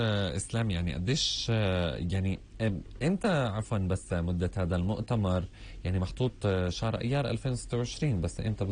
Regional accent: Palestine; إحنا يعني كفلسطينيين

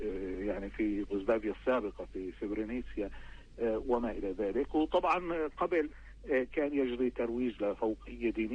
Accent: Palestine; إحنا كفلسطينيين

